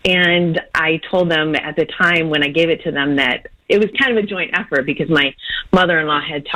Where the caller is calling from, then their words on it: Valley Springs, California, United States; So I'm listening from Valley Springs, California.